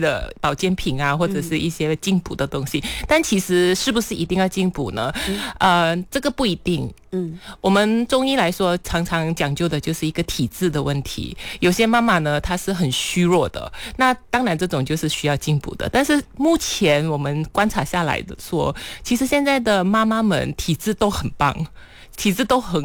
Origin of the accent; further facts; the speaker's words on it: Malaysia; 我们马来西亚这边其实是比较偏向于南方的习俗，尤其是广东那一带的